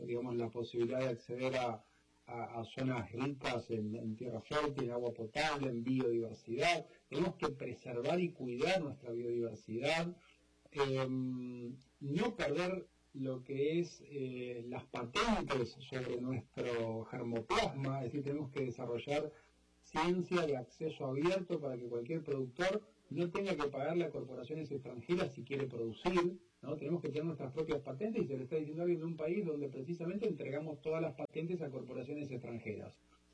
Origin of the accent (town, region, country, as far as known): Argentina